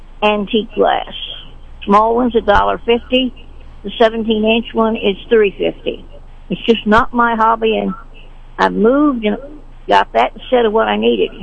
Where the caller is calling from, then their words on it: Sedalia, Missouri, United States; I'm calling from Sedalia.